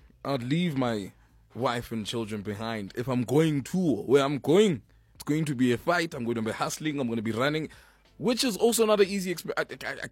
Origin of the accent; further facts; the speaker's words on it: South Africa; as a South African.